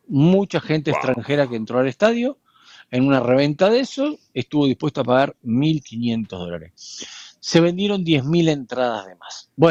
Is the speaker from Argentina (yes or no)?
yes; Argentina; y yo soy argentino y por eso voy a usar esta frase